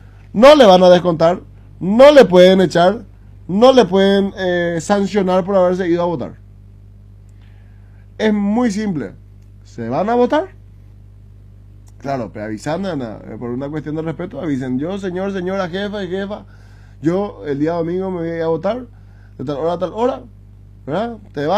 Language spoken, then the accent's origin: Spanish; Presidente Franco, Alto Paraná, Paraguay; necesita nuestra ciudad, presidente Franco, que necesita nuestro departamento del Alto Paraná